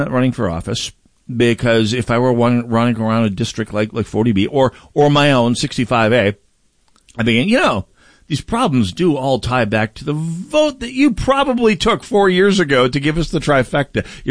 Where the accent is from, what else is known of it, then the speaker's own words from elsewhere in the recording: St. Paul, Minnesota, United States; I mean, I'm from St. Paul. I know the place. Very familiar to me as well.